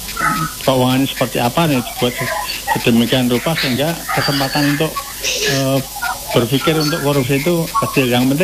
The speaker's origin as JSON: {"language": "Indonesian", "region": "Java", "country": "Indonesia", "said": "Jadi kalau istilah saya itu sebagai orang Jawa ya"}